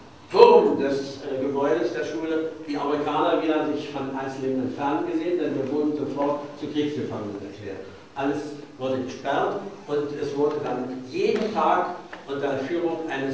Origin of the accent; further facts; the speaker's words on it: Königsberg, Kaliningrad Oblast, Russia; moved away; Ich habe 1943 in Königsberg, meiner Heimatstadt, das Abitur gemacht, war auch noch an der Albertina-Universität meiner Stadt eingeschrieben